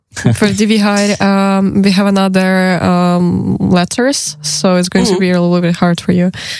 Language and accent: Norwegian; Ukraine; Norwegian is a second language; now in Norway; og jeg kommer fra Ukraina